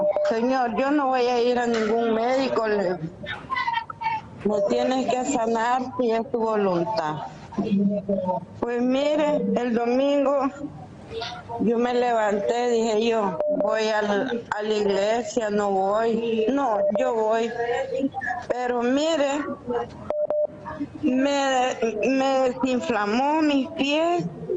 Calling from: León, Nicaragua; Sí, aquí estoy llamando de Nicaragua, de León.

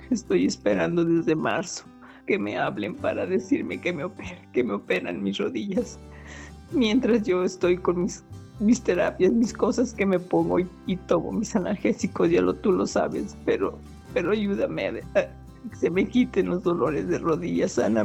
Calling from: Guadalajara, Jalisco, Mexico; De aquí, de Guadalajara

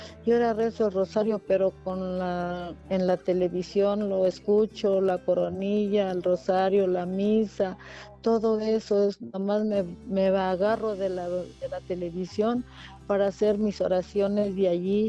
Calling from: Tlalnepantla, State of Mexico, Mexico; Del Estado de México, de Tlanepantla.

